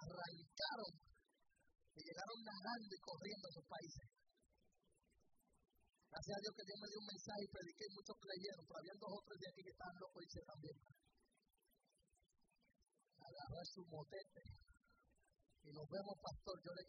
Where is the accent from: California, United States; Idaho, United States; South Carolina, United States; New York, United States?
New York, United States; born there; yo sí puedo decir que Dios me trajo a Nueva York porque nací aquí en Nueva York.